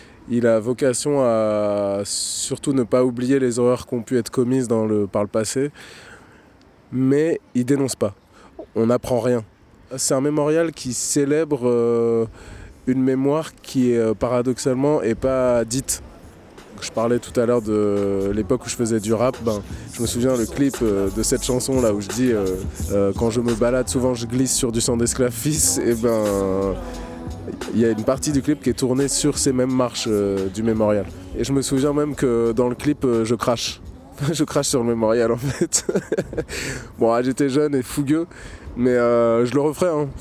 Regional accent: Nantes, Pays de la Loire, France; je pense qu'en tant que Nantais, on doit se saisir de cette histoire.

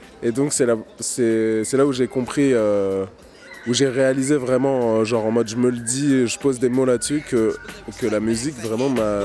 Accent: France; moi, en tant que, je sais pas, que amateur de rap, que jeune noir qui grandit en France.

